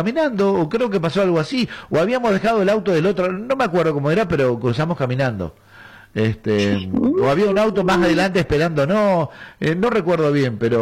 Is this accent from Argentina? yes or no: yes; Río Negro, Argentina; now in Río Grande, Argentina; yo soy de Río Negro, en la Patagonia Norte, Patagonia Norte, y hace muchos años que vivo acá en Río Grande, entonces siempre volvía a mi querido Río Negro